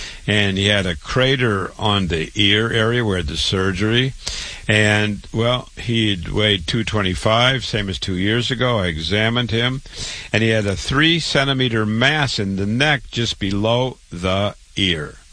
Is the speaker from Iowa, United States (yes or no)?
yes; Waterloo, Iowa, United States; I'm a board-certified, triple board-certified cancer doctor. I was born and raised in Waterloo, Iowa.